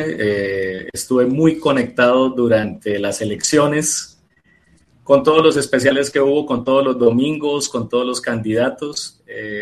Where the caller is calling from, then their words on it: Medellín, Antioquia, Colombia; Yo vivo en Medellín